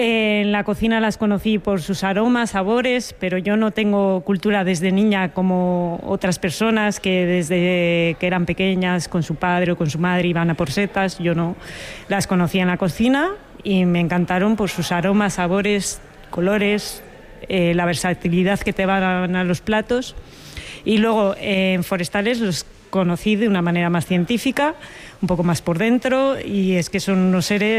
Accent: Valladolid, Castile and León, Spain; now in Becerril del Carpio, Spain; de Ecofungi y cultivo setas ecológicas de manera sostenible. Vivo actualmente en Becerril del Carpio, aunque soy una chica de ciudad de Valladolid

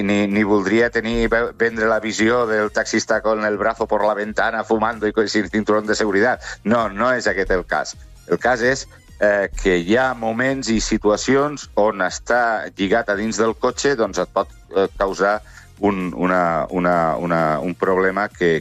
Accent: Terrassa, Catalonia, Spain; born or raised there

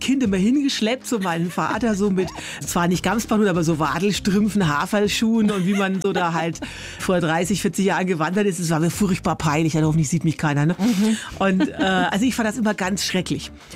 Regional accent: Bavaria, Germany; Also ich komme so aus Franken. Jetzt mal Grüße an alle Forchheimer.

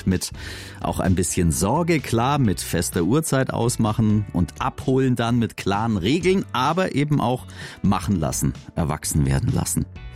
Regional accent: Swabia, Germany; moved away as an adult; now in Erlangen, Germany; hab ja als Schwabe nach Erlangen hingeheiratet und lieb's mittlerweile auch.

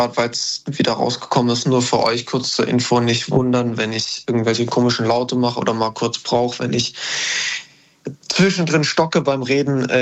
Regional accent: Baden-Württemberg, Germany; Ich komme aus Baden-Württemberg.

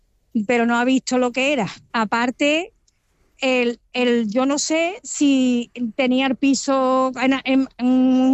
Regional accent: Málaga, Andalusia, Spain; Si Málaga era maravillosa, soy una malagueña de pura cepa.

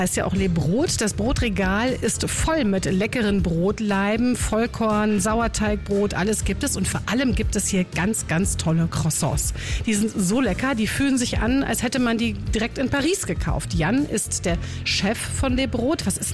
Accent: Berlin, Germany; Also zum Beispiel bei mir, ich komme aus dem Prenzlauer Berg am Anzweiter Platz.

